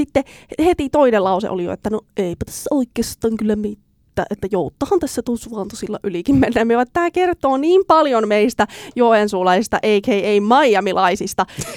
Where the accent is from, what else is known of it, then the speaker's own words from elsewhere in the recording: Liperi, North Karelia, Finland; niin kuin onneksi itse en lapsena ole asunut Joensuussa, koska tämmöinen vaaratilanne oli saattanut käydä, että Liperissä kun olen kasvanut